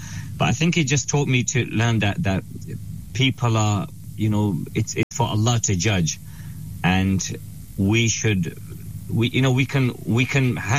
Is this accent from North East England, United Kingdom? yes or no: no; London, United Kingdom; I grew up in London. I lived in a small housing estate with my parents.